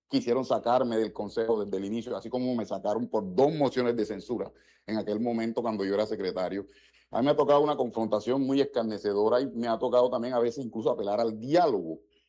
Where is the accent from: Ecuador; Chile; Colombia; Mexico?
Colombia; Cartagena, Bolívar; yo soy cartagenero